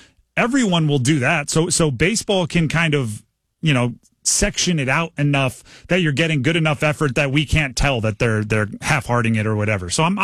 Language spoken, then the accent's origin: English; East Coast, United States; I remember seeing West Coast players in the All-Star Game that I didn't see that often growing up on the East Coast